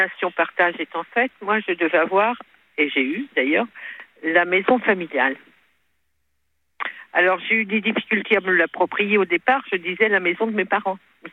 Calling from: Brittany, France; je suis en Bretagne

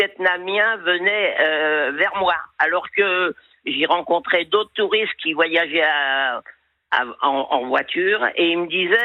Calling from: Paris, Île-de-France, France; De Paris.

